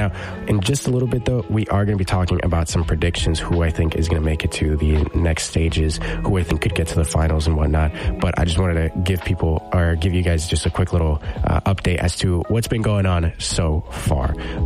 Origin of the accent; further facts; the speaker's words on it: Argentina; I am from Argentina.